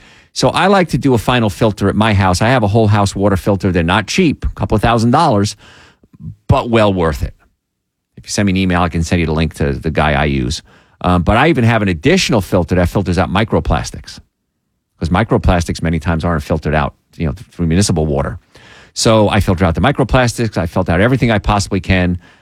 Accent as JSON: {"language": "English", "region": "Louisiana", "country": "United States", "tie": "born or raised there"}